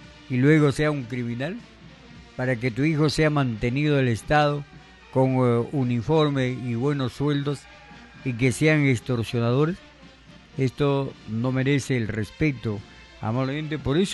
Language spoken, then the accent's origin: Spanish; Reque, Lambayeque, Peru; now in Alto Mayo Valley, Peru; en Reque, donde mi pueblo natal, difícil decimos somos de Reque